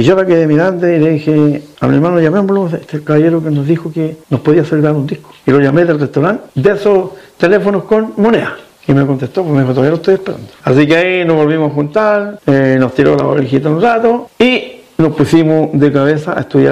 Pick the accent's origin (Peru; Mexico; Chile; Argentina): Chile